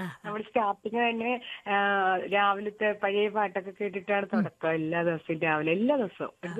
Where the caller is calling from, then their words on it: Kerala, India; Thirunellur.